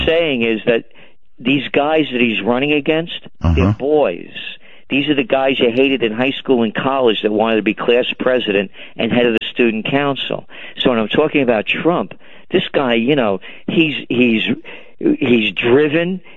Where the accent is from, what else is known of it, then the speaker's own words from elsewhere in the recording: New York City, New York, United States; Well, I'm a New Yorker too